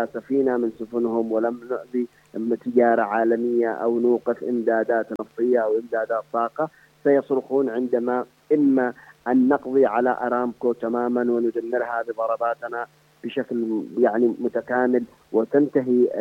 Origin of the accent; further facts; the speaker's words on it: Yemen; نحن كيمنيين